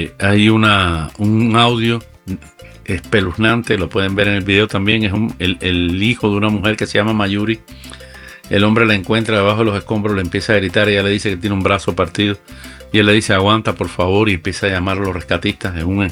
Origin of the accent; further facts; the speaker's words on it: Venezuela; Ahora mismo todos somos venezolanos, hay que rescatar la mayor cantidad posible.